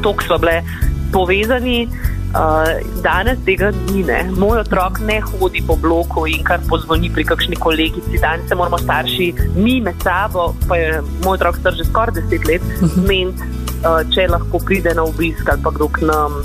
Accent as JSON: {"language": "Slovenian", "town": "Ljubljana", "region": "Central Slovenia", "country": "Slovenia", "tie": "born or raised there", "also_born_or_lived": "London", "said": "rodila sem se v Slovengradu. To pa zato, ker je bila mama tist dan slučajno na Koroškem, ker je Korošica. Potem, že vse življenje živim v Ljubljani, oče je pa Dolenj."}